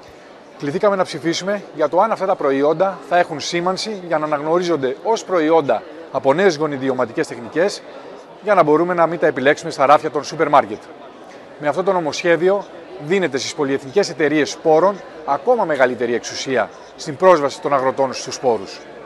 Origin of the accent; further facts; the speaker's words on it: Greece; Ειδικά η πατρίδα μου, αυτός ο ευλογημένος τόπος